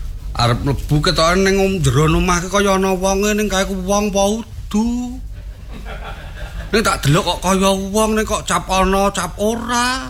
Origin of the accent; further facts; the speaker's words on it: Germany; now in Jakarta, Indonesia; Saya aslinya Jerman.